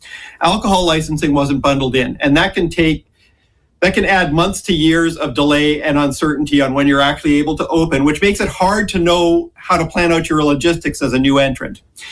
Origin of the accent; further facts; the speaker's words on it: Canada; now in New Zealand; I'm Canadian still